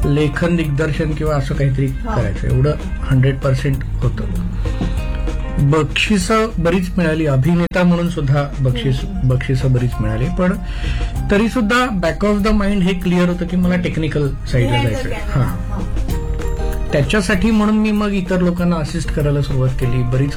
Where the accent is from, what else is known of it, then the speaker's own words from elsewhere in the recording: Mumbai, Maharashtra, India; नंतर आई वडिलांची ट्रान्सफर झाली माझ्या औरंगाबादला आणि मी आणि माझी बहीण इकडे मावशीकडे लहानाचे मोठे झालो कृष्णनगरमध्ये बोरिवलीला.